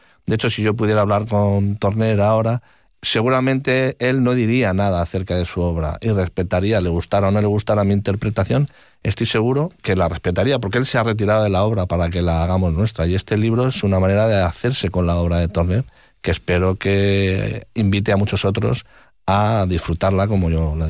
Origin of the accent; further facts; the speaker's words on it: Madrid, Community of Madrid, Spain; la Plaza de los Cubos para mí es un referente como madrileño desde mi infancia.